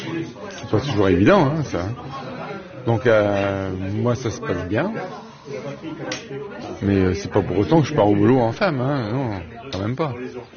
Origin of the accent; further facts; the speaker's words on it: Pays de la Loire, France; Moi, je suis de Vendée.